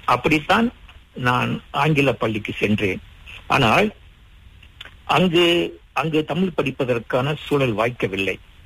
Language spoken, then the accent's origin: Tamil; Banting, Selangor, Malaysia; நான் வந்து சிலாங்கூர் மாநிலத்தில் பந்திங் என் வட்டாரத்திற்கு அருகில் இருந்த புருக்ளைன்ஸ் தோட்டத்தில் பிறந்தேன். இப்பொழுது அது பண்டார் பாரு மக்கோத்தா அப்படின்னு பெயர் சூட்டப்பட்டிருக்கிறது.